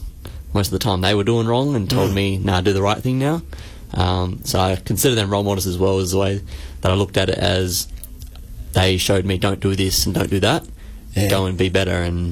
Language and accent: English; Perth, Western Australia, Australia; moved away as an adult; also born or lived in Albany; now in Northam, Australia; I grew up on Menang country, so down in Albany, as a very young fella. And then when I was about 5, I moved back up to Perth. I lived in a place called Lockeridge, which I still have a bit of connection to family-wise